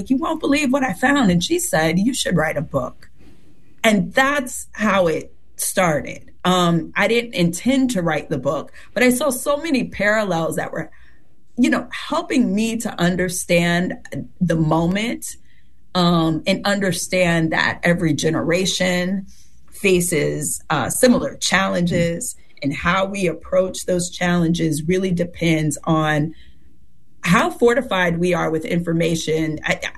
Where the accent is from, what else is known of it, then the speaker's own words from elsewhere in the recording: Fayetteville, North Carolina, United States; I'm from North Carolina. I'm really glad to be with you all. I'm a military brat, Army brat from Fayetteville